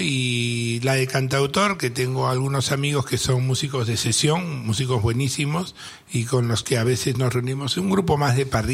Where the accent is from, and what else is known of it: Peru